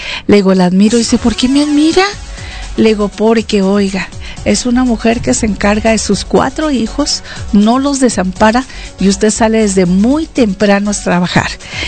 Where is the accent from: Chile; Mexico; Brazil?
Mexico; como ciudadanos, como mexicanos, sabemos cómo está la situación.